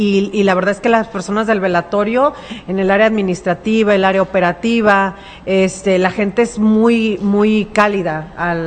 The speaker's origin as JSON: {"language": "Spanish", "country": "Mexico", "said": "de nosotros como mexicanos, como sociedad, es como que hay esa partecita que nos da miedo del el prever."}